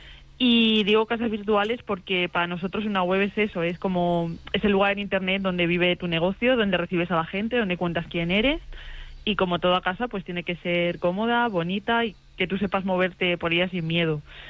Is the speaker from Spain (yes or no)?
yes; Villanueva de los Infantes, Castilla-La Mancha, Spain; decidimos irnos para La Mancha, para mi pueblo natal, que es Villanueva de los Infantes.